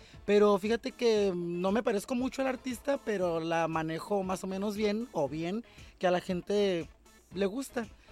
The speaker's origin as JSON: {"language": "Spanish", "region": "Sinaloa", "country": "Mexico", "said": "soy de Sinaloa, me gusta la banda"}